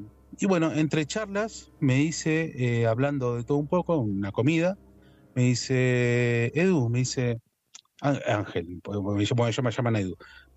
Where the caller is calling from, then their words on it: Buenos Aires, Argentina; De Capital Federal, Belgrano.